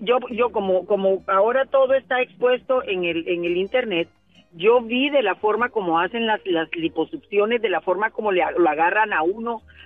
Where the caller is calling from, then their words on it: Boston, Massachusetts, United States; aquí en Boston